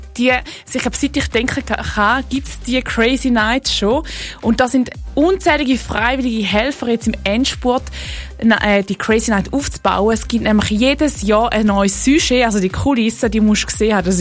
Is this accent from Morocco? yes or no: no; Switzerland; ich bin selber vom Bodensee, ich wohne am Bodensee.